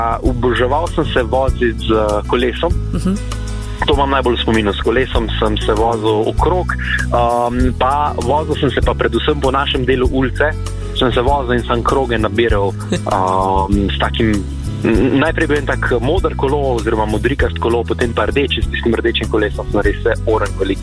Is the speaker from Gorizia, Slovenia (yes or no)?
no; Slovenj Gradec, Carinthia, Slovenia; Moj domači kraj je Slovengradec. Pravim, da je v bistvu najlepše mesto na svetu.